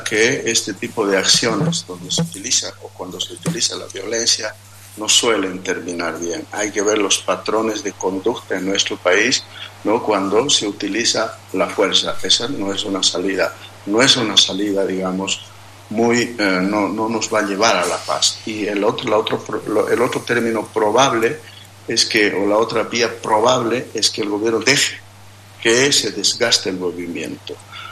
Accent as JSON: {"language": "Spanish", "country": "Bolivia", "said": "tenemos que demostrar como bolivianos que podemos entendernos."}